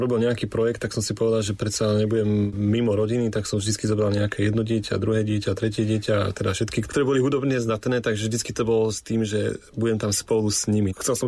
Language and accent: Slovak; Zákamenné, Žilina Region, Slovakia; also born or lived in Trnava; now in Boleráz, Slovakia; pochádzam z Oravy, z dediny Zákamenné, ktorá sama o sebe je tiež teda veľmi hudobne možno známa. Študoval som v Trnave, kde som od roku 2002